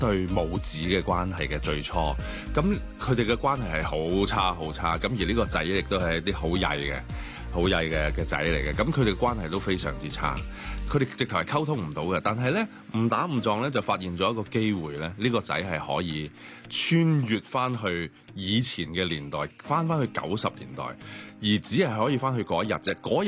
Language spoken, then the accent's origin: Cantonese; Hong Kong